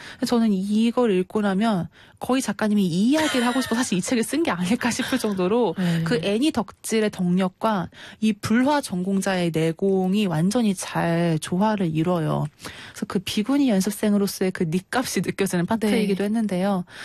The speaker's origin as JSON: {"language": "Korean", "region": "South Chungcheong", "country": "South Korea", "tie": "born there", "moved": "yes", "said": "제 본가가 충청남도에 있거든요."}